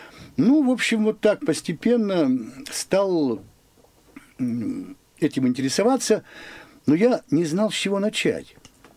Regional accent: Yekaterinburg, Sverdlovsk Oblast, Russia; я считал себя коренным екатеринбуржцем, а оказывается, нет, дед-то мой родился в Ревде.

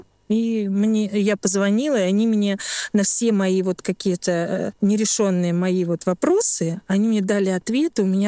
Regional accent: Krasny Kholm, Tver Oblast, Russia; born there; Я родилась в Тверской области, город Красный Холм.

